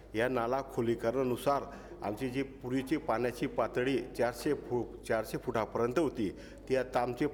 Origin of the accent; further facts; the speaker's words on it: Borkheda, Maharashtra, India; माझं गाव बोरखेडा, तालुका शिरपूर, जिल्हा धुळे येथील इथून आलेलो आहे. तर मी हा माझा धुळे जिल्हा परिसर हा मध्य प्रदेशच्या बॉर्डरला लागलेला आहे